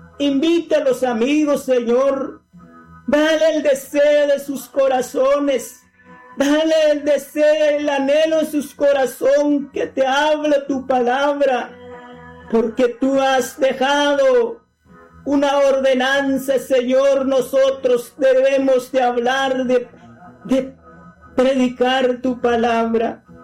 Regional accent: Guatemala; ¿cuántas emisoras hay en mi país, Guatemala?

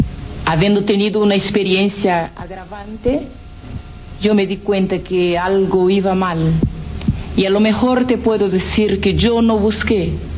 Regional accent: Brazil; en mi país, Brasil

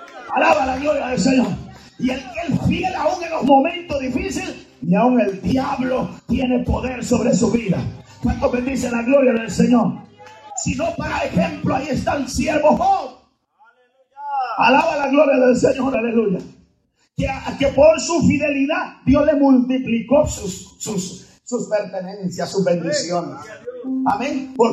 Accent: Guatemala; Yo estoy revuelto con hondureños, cubanos. Yo sigo diciendo que soy de Guatemala, pero ya no se me oye igual, hermano.

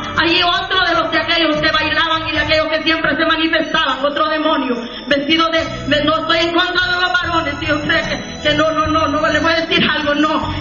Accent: El Salvador; moved away as an adult; soy del Salvador, bendito sea su nombre para siempre, aleluya, y me crié allá por una isla, y de allá tuve que dejar a mis hijos.

